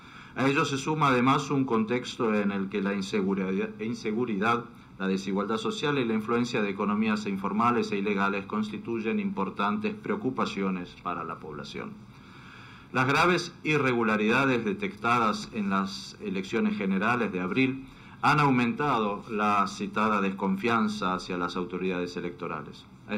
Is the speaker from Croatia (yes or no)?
yes; Croatia; Yo vengo de Croacia.